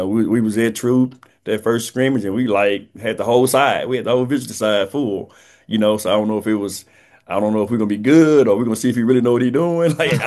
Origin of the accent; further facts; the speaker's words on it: Houston, Texas, United States; moved away as an adult; now in Gladewater, United States; I'm from Houston, but this is my second home.